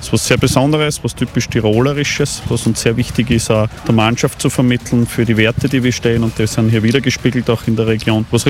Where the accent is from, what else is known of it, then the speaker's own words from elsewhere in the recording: Styria, Austria; für mich als Steirer